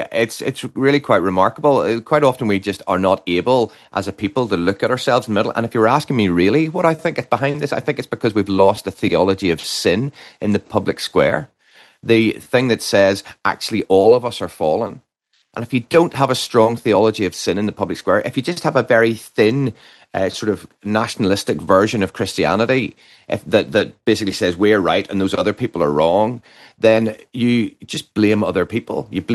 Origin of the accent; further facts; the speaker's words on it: Northern Ireland, United Kingdom; I come from Northern Ireland